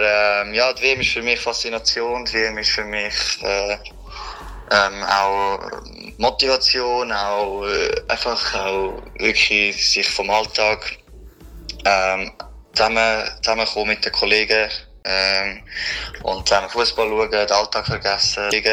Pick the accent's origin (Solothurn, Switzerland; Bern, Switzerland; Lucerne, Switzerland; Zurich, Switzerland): Lucerne, Switzerland; Adligenswil; ich komme aus Adligenswil, bin 26